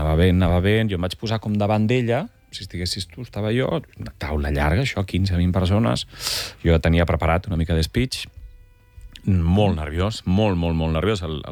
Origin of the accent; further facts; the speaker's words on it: Altafulla, Catalonia, Spain; al meu poble, Altafulla, petitet